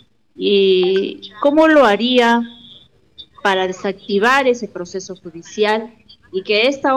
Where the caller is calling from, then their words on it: Olmos, Lambayeque, Peru; Yo, como una ciudadana de Olmos de a pie, comerciante